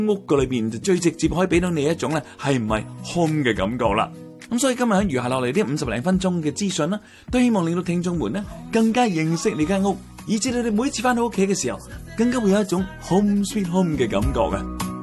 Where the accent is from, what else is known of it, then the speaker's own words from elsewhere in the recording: Canada; 我们加拿大人